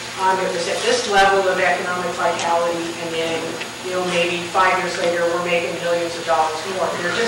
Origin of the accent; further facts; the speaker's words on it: San Clemente, California, United States; I'm from San Clemente, California, which is at the extreme southern end of conservative Orange County. It's a beach town